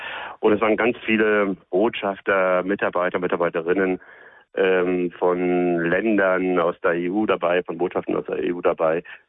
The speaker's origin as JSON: {"language": "German", "region": "Berlin", "country": "Germany", "lives_now": "Bern, Switzerland", "said": "Ich selbst bin aus Berlin, langjähriger Stammhörer von Radio 1, habe queere Freunde in Deutschland und auch in der Schweiz."}